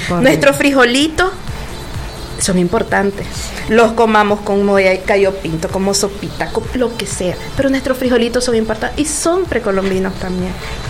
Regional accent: Managua, Nicaragua; Yo soy de Managua

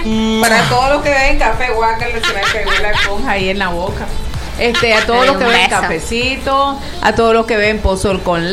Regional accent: Nicaragua; nosotros somos tan raros en Nicaragua.

